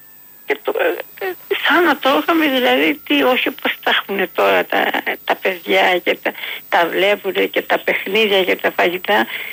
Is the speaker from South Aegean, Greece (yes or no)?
yes; Ios, South Aegean, Greece; now in Piraeus, Greece; Ναι, είμαι απ' την Ήω, είμαι. Και τώρα είμαι εδώ στον Πειραιά από πολλά χρόνια.